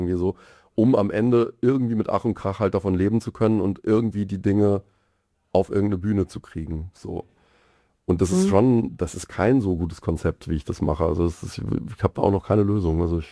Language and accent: German; Mainz, Rhineland-Palatinate, Germany; moved away as an adult; now in Mannheim, Germany; Ich bin Mainzer eigentlich und bin halt vor jetzt bald 20, also 2008, na gut, noch nicht ganz 20 Jahre, aber geht auf die 20 Jahre halt zum Studieren dann eben an die Popakademie gekommen.